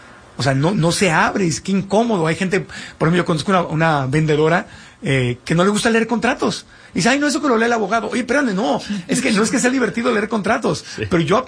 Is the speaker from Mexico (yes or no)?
yes; Tijuana, Baja California, Mexico; Porque yo me acuerdo, yo nací, crecí en Tijuana, le mando un abrazo con mucho cariño a la gente de Tijuana.